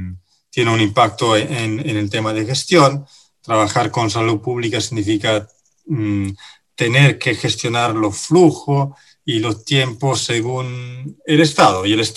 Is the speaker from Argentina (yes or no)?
no; Italy; Spanish is a second language; moved away as an adult; now in Chile